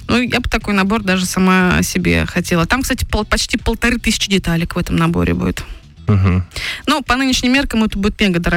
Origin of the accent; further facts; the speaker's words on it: Surgut, Khanty-Mansi Autonomous Okrug, Russia; Мы такие, Югра, Сургут, ну, Сургут просто самый крупный город, все его знают.